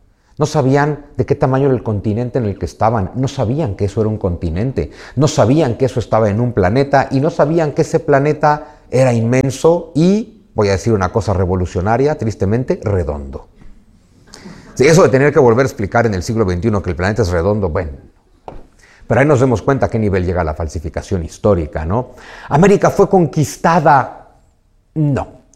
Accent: Mexico; Yo nací en México en 1975, crecí en la década de los 80.

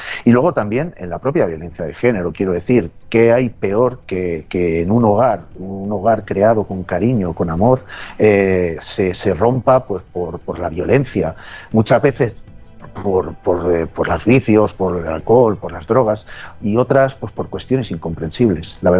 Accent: Alcázar de San Juan, Castilla-La Mancha, Spain; Hace unos días estuvo aquí en Alcázar de San Juan, en la ciudad donde yo presto servicio y de donde soy

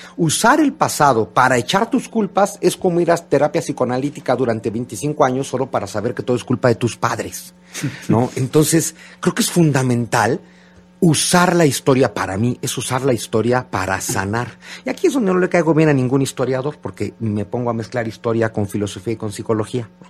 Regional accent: Mexico; todos los que vivimos hoy en México, todos los que hoy somos mexicanos, somos producto de este proceso histórico.

